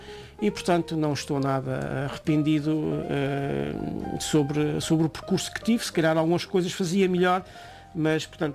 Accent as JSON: {"language": "Portuguese", "town": "São João", "region": "Azores", "country": "Portugal", "tie": "born or raised there", "said": "Eu sou natural de São João do Pico e meu pai era pescador."}